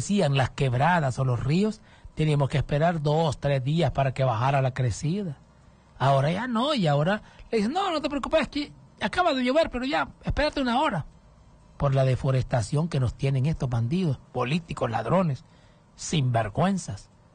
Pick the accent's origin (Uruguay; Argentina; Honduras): Honduras; yo sí estoy preocupado como hondureño.